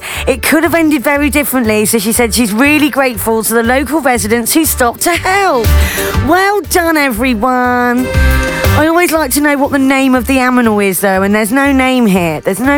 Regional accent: South West England, United Kingdom; I grew up in Devon. We've done things a bit different down in Devon where I grew up

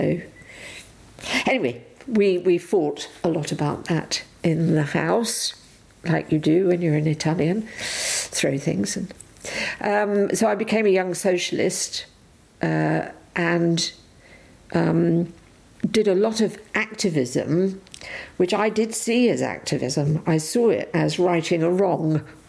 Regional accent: Devon, South West England, United Kingdom; born there; because I was born in Devon, well, not just in Devon, but because I was born in England, I was the English one

